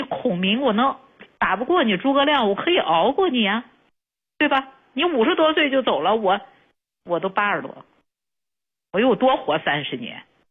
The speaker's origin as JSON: {"language": "Chinese", "country": "China"}